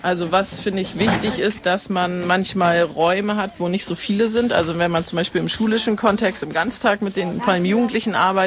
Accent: Northern Germany, Germany; Ich komme aus dem Norden, also die ist komplex.

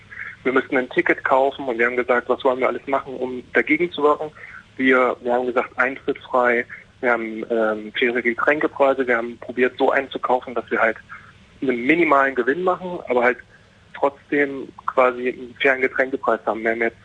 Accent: Bitterfeld-Wolfen, Saxony-Anhalt, Germany; Und dann haben wir gesagt, na, wir kommen aus Bitterfeld-Wolfen

